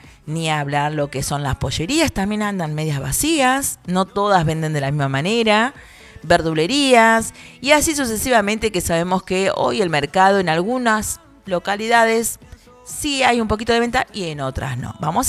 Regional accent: Argentina; Somos argentinos.

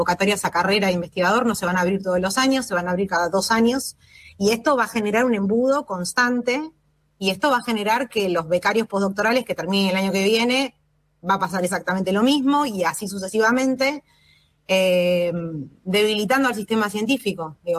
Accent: Argentina

